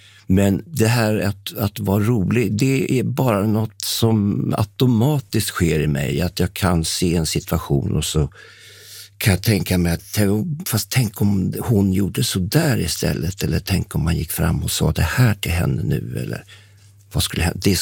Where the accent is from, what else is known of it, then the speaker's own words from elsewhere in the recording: Täby, Stockholm County, Sweden; born there; also born or lived in Upplands Väsby; vi flyttade vår familj från Upplands Väsby där jag trivdes till Täby när jag var 8 år.